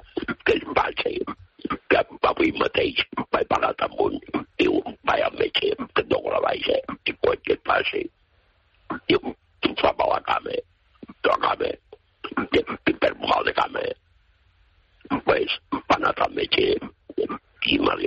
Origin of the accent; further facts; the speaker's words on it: Claravalls, Catalonia, Spain; Bueno, sí, som de Claravalls.